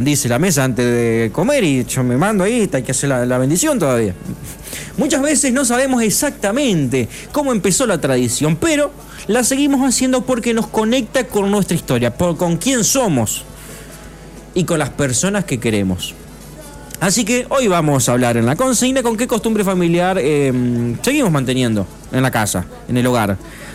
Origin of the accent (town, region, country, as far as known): Argentina